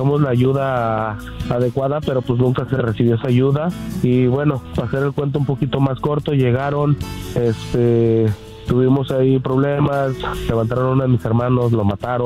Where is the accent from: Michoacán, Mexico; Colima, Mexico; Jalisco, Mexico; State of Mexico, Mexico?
Michoacán, Mexico; nosotros vivimos, somos de Michoacán, teníamos unas tierras ahí con aguacate, siembra, y pues, tú sabes, hay uno para lo que uno hace para sobrevivir allá en México.